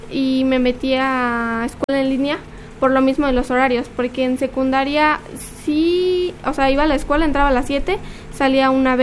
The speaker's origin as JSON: {"language": "Spanish", "town": "Contla", "region": "Tlaxcala", "country": "Mexico", "said": "Tengo 15 años, soy de aquí de Tlaxcala, del municipio de Contla"}